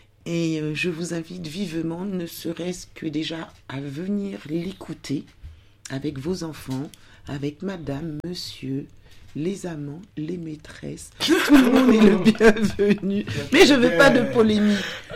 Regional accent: Benin; now in France; je pars au Bénin à Cotonou, je vais me ressourcer dans mon pays d'origine, chose que je n'avais pas encore eu l'occasion de faire.

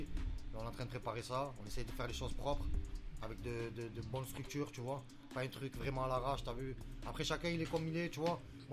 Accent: Toulouse, Occitanie, France; Toulousain, je suis né à Toulouse, j'ai grandi à Toulouse, artiste indépendant.

